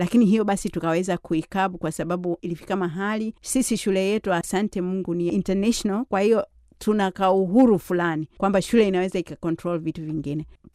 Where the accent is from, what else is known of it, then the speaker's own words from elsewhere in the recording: Lushoto, Tanga Region, Tanzania; Sasa unajiuliza, mimi natoka Lushoto kule Gare, hata nchi yangu yenyewe sifahamu vizuri